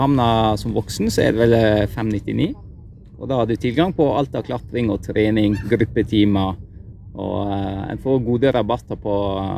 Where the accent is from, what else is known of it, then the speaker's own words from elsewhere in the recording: Geilo, Buskerud, Norway; moved away as an adult; now in Nordfjordeid, Norway; Ja, jeg har vokst opp på Gjeilo, men kjærleiken mitt har dratt meg hit, så nå bor jeg ja, i Ervik ved Kjølsdalen da.